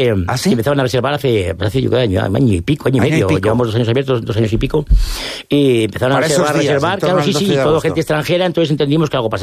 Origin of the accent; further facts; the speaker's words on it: Almazán, Castile and León, Spain; yo en mi pueblo, que soy de Almazán, cuando estaba en Almazán